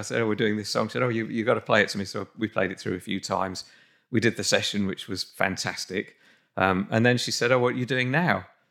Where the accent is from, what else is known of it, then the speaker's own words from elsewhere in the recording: United Kingdom; I'm British, so I was here.